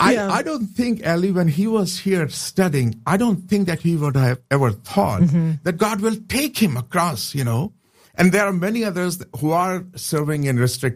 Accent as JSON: {"language": "English", "country": "Pakistan", "said": "I said, I'm a Christian from Pakistan. And I teach at Moody."}